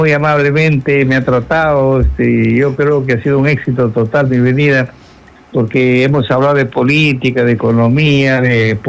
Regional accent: Chiclayo, Lambayeque, Peru; yo sabe que soy chiclayano, congresista por Lambayeque

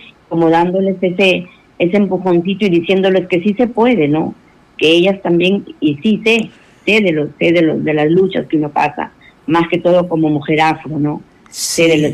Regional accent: Yapatera, Piura, Peru; porque yo he vivido ahí, como te digo, me he criado ahí, he estudiado ahí, y entonces, y queriendo también resaltar y darle ese valor a mi pueblo, ¿no? A mi pueblo afro.

